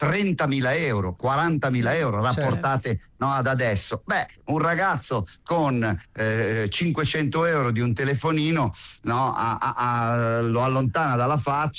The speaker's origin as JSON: {"language": "Italian", "town": "Metanopoli", "region": "Lombardy", "country": "Italy", "said": "E allora lì a Metanopoli, perché io vengo da Metanopoli, sono un figlio del proprio del cane a sei zampe."}